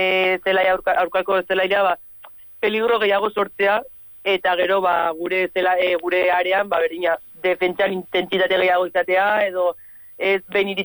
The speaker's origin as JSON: {"language": "Basque", "town": "Pamplona", "region": "Navarre", "country": "Spain"}